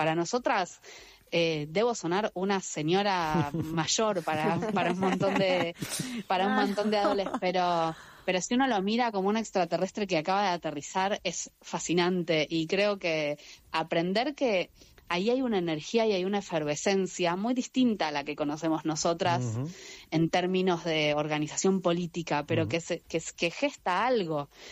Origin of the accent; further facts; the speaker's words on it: Buenos Aires, Argentina; yo soy de Flores